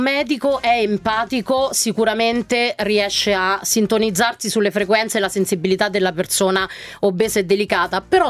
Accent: Lazio, Italy; io sono dei Castelli Romani

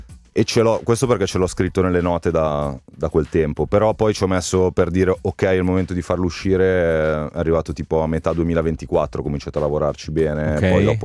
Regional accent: Milan, Lombardy, Italy; Quindi comunque siamo sempre a Milano ogni giorno, essendo comunque attaccati. Quindi siamo milanesi, poi ci stiamo espandendo, stiamo diventando la nuova Viale Monza.

